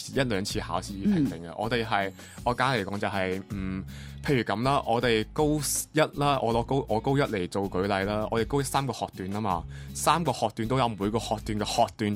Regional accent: Macau; 我哋澳门人咧去内地高校咧

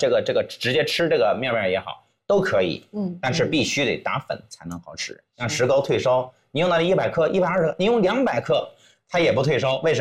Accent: China; 我们中国人

